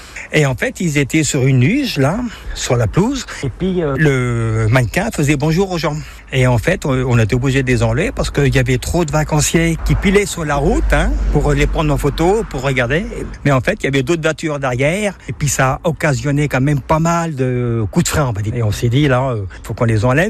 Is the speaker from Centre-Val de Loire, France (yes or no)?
yes; Centre-Val de Loire, France; Ça a été un rêve d'enfant. Je suis du Loir-et-Cher. Et en fait, tout petit, je ne savais dessiner que des chalets.